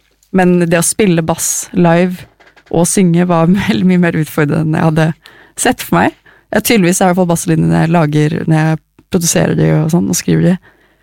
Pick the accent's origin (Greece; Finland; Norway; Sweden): Norway; Oslo; Jag är från Oslo, jag har vuxit upp här. Jag bor här fortsatt.